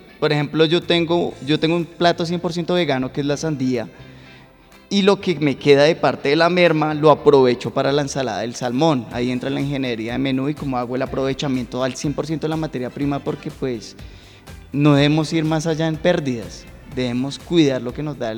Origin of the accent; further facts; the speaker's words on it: Girardot, Cundinamarca, Colombia; now in Bogotá, Colombia; yo soy de Girardot, yo no soy de acá de Bogotá, pero yo vi siempre enamorado de Bogotá después de trabajar en varios hoteles en Girardot